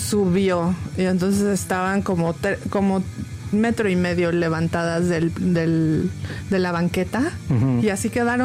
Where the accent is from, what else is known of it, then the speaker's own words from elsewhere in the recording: Mexico City, Mexico; ¿Saben que yo crecí en una unidad habitacional?